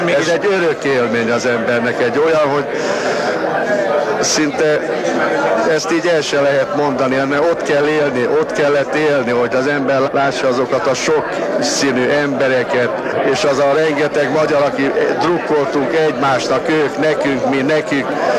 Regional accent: Budapest, Hungary; born there; óbudai vagyok, óbudai születésű vagyok

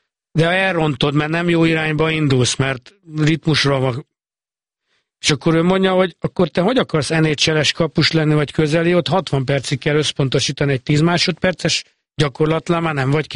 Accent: Hungary; Magyarországról jöttem, mert ugyanaz a melegítő van rajtam, ami rajtuk. Legfeljebb az akcentusomon érződik, hogy nekem nem tanult nyelvem.

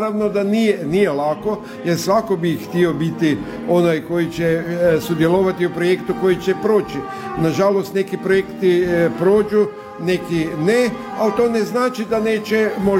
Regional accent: Međimurje County, Croatia; ja sam iz Međimurja

